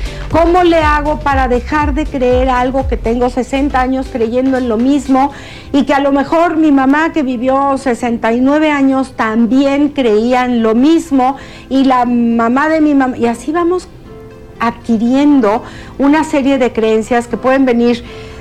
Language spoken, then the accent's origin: Spanish; Mexico; cómo somos los mexicanos